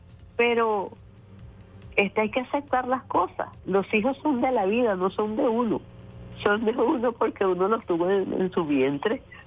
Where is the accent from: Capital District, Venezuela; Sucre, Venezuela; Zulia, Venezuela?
Sucre, Venezuela; Carúpano; Ya son muchos años haciendo radio en mi país, Venezuela. Yo soy carupanera del estado Sucre